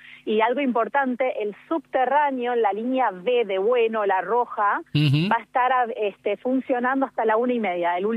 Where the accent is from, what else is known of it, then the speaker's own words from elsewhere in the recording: Buenos Aires, Argentina; que tenemos como porteños y como argentinos.